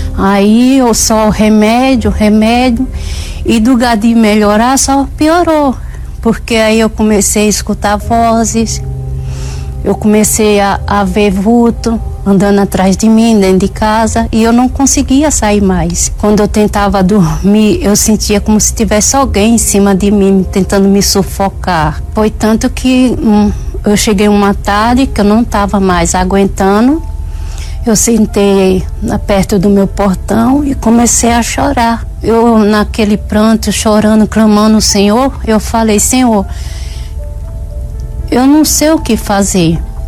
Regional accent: Pernambuco, Brazil; moved away; also born or lived in Recife; tenho 50 anos e sou cuidadora. A minha vida foi muito sofrida, né? Eu não sou daqui, sou do Pernambuco. E lá já era muito difícil a situação.

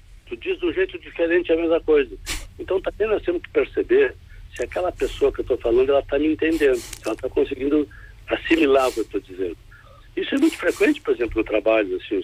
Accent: Arvorezinha, Rio Grande do Sul, Brazil; porque eu também sou colono, viu? Eu nasci, para vocês ouvirem, eu nasci em Arvorezinha, que pertencia a Encantado. Fiquei até 12 anos em Arvorezinha.

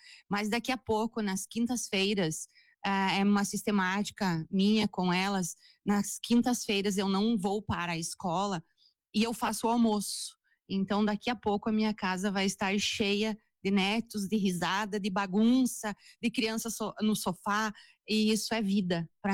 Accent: Giruá, Rio Grande do Sul, Brazil; moved away as an adult; now in Soledade, Brazil; Eu sou natural de Giruá, eu vim para a Soledade há 22 anos atrás, então em 2004

